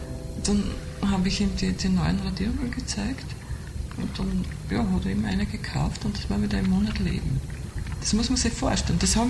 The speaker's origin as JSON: {"language": "German", "town": "Gosau", "region": "Upper Austria", "country": "Austria", "tie": "born or raised there", "said": "Aufgewachsen bin ich in Gosau, auch dort geboren, also wie das noch üblich war, im Haus meiner Eltern geboren."}